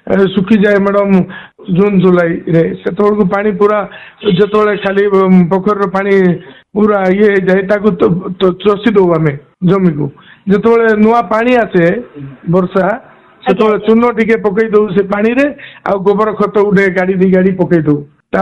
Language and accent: Odia; Cherkapur, Odisha, India; ମୋର କୁନ୍ଦୁରା ବ୍ଲକ ଦିଗାପୁର ପଞ୍ଚାୟତ ଚେରକାପୁର ମୋର ଗାଁ।